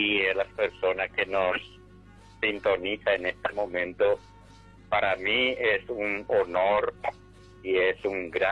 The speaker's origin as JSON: {"language": "Spanish", "region": "Alto Paraná", "country": "Paraguay", "said": "como hijo directo del departamento del Alto Paraná."}